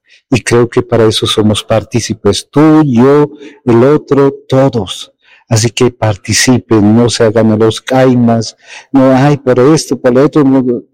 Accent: Bolivia; porque todos somos bolivianos, todos somos hermanos de esta tierra que Dios bendijo con mucho amor.

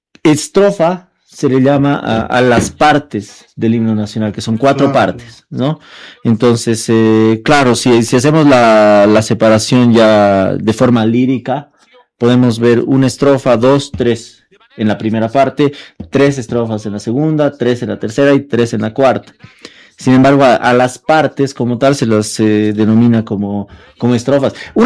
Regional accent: Bolivia; porque somos bolivianos

